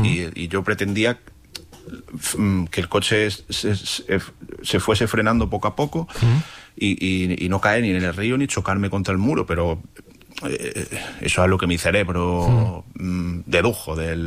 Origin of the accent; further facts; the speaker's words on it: Málaga, Andalusia, Spain; moved away as an adult; Sí, dejé el trabajo en Málaga, vengo de Málaga, mi hija está allí, y tengo una hija con 11 años. Y me vine a vivir aquí con mi pareja